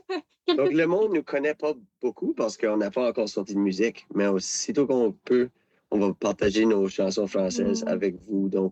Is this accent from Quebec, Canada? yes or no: no; Nova Scotia, Canada; now in New Brunswick, Canada; Puis ça compte mon histoire de grandir en Nouvelle-Écosse, mais d'arriver au Nouveau-Brunswick et de ne pas vraiment savoir où était mon « chez nous ». Moi, j'identifie toujours comme un Acadien, peu importe d'où je suis.